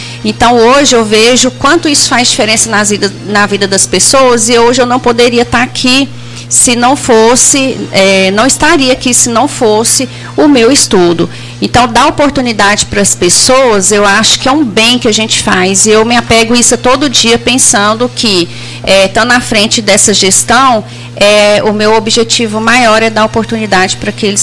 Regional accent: Jataí, Goiás, Brazil; porque o meu curso, eu vim de Jataí, não tinha esse demais.

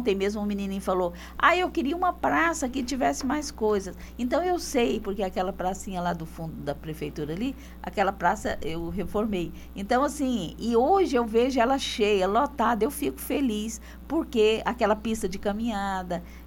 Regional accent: Aragarças, Goiás, Brazil; a nossa cidade é considerada turística

